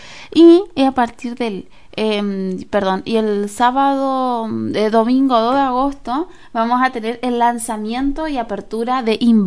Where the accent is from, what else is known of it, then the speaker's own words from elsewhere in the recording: Curuzú Cuatiá, Corrientes, Argentina; Como te dije, nosotros somos de una ciudad de Curuzú. Perdón, somos de Curuzú.